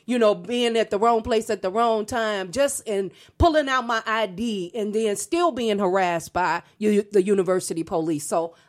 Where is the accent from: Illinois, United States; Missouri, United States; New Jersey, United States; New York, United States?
Illinois, United States; Chicago; I was from Chicago.